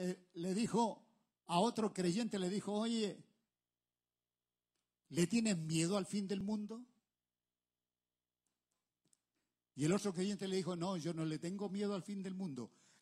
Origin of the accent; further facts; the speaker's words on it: Chile; un guaso, le decimos allá en Chile